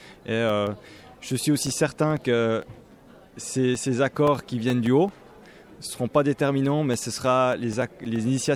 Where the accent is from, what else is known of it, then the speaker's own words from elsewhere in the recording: Switzerland; comme je suis suisse